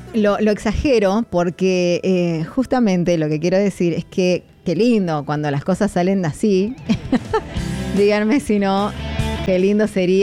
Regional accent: Argentina; nosotros también aquí como argentinos

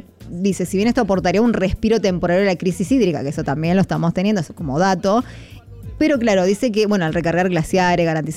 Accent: Mendoza, Argentina; yo nunca lo había visto aquí en mi tierra, en mi provincia.

